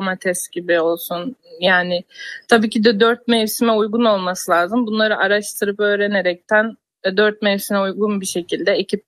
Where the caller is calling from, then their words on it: Izmir, İzmir, Turkey; İzmir'den.